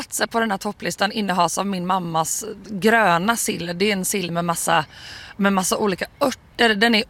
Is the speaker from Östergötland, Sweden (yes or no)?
no; Blekinge, Sweden; Jag är ju också från Blekinge, där tar vi sill på stort allvar.